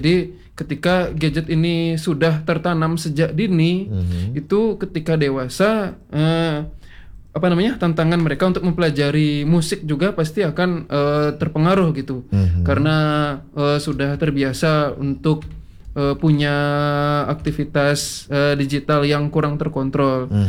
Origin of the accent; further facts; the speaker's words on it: Bali, Indonesia; Jadi bagaimana kita sebagai orang Bali, kita melestarikan budaya Bali melalui musik tradisional misalnya